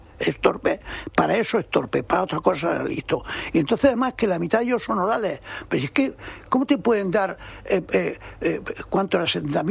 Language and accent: Spanish; Spain; Sí, ya lo sé, pero quiero decir que pero yo soy un español normal. Yo soy español normal